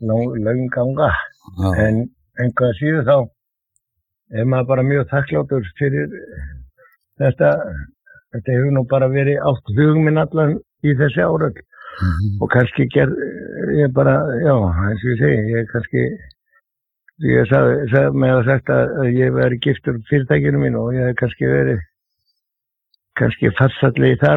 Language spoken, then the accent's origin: Icelandic; Reykjavík, Capital Region, Iceland; Já, ég er fæddur og uppalinn í Klefsholtinu og ef einhver hefur verið Þróttari þá var það við Klefsarinn, sko.